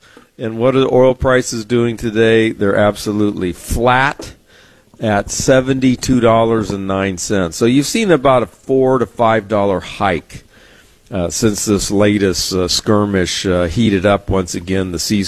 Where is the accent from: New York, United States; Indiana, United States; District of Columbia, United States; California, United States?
California, United States; San Diego; I grew up fishing in San Diego Bay and Mission Bay